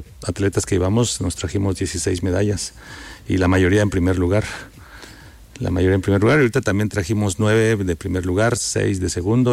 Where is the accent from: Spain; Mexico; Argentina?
Mexico; Oaxaca; Que también somos pues oaxaqueños y mexicanos que vamos a representar en este momento a nuestro país